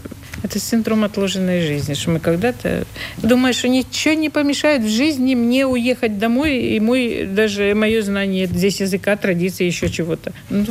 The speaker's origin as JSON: {"language": "Russian", "country": "Ukraine", "moved": "as an adult", "lives_now": "Lithuania", "said": "Смотрите, я же украинка, я же националистка"}